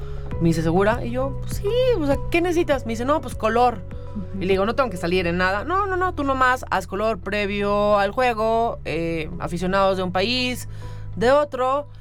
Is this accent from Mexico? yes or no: yes; Mexico; como mexicanos le fuimos perdiendo